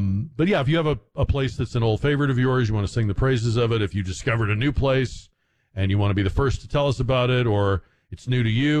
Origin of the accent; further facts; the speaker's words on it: Newton, Massachusetts, United States; This was a little like diner and ice cream parlor kind of place in my hometown that when we would go as teenagers, it was already an old place.